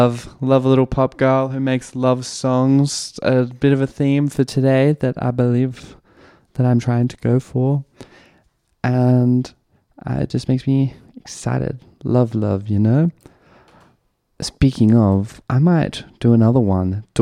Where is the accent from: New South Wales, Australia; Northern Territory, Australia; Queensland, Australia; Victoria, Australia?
Northern Territory, Australia; Darwin; I'm from Darwin, so at least they come here sometimes.